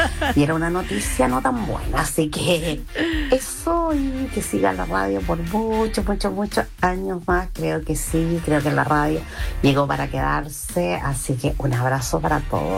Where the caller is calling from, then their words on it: Valparaíso, Chile; Yo soy una radio escucha, creo que desde antes de nacer. Tengo 63 años … de Curauma. Toda la vida me crié con la radio encendida.